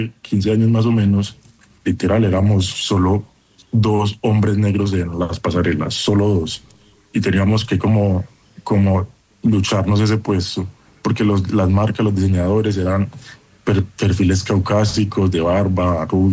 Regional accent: Medellín, Antioquia, Colombia; Yo soy de aquí de Medellín.

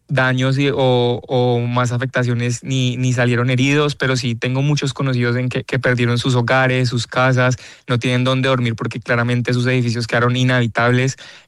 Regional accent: Cali, Valle del Cauca, Colombia; Estoy muy orgulloso de mi pueblo caleño, que estamos tratando de sacar nuestra ciudad adelante.

